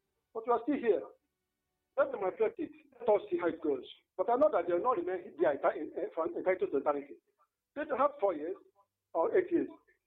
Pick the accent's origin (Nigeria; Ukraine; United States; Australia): Nigeria; Obunka, Anambra; from Obunka in Anambra.